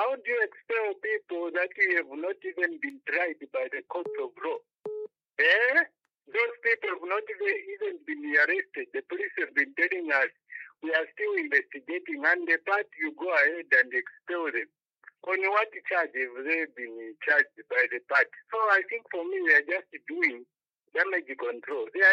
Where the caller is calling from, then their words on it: Lusaka, Lusaka Province, Zambia; I'm calling you from Lusaka.